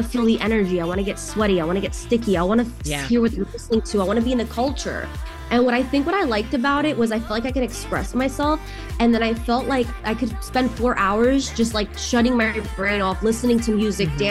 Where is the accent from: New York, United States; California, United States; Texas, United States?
New York, United States; New York City; both my parents are from Albania. My dad's an immigrant. Like my dad was like, when I was growing up in New York, everybody had these nice backyards